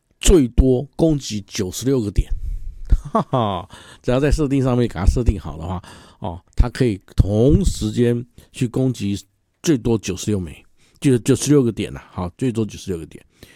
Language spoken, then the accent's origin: Chinese; Taiwan; 但是我们台湾这边的一些名词听起来会比较优美一点